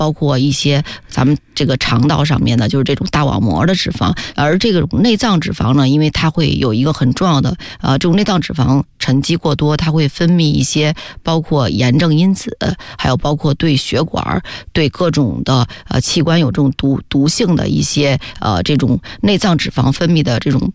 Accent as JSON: {"language": "Chinese", "country": "China", "said": "咱们中国人"}